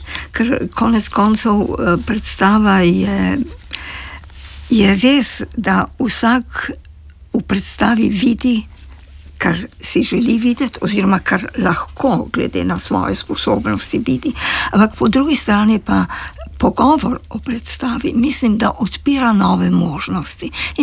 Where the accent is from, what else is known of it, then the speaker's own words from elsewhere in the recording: Trieste, Friuli-Venezia Giulia, Italy; first language Slovenian; Da smo tržačani, čisto krvni, bastardni, če hočete, tržačani. Ker tržačan je mešanček.